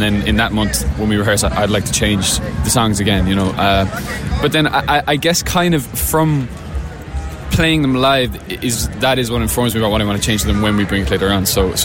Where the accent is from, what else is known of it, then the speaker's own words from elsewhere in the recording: Ireland; moved away as an adult; also born or lived in Manchester; I'm from Ireland, but I moved to Manchester when I was 18 to go to university there.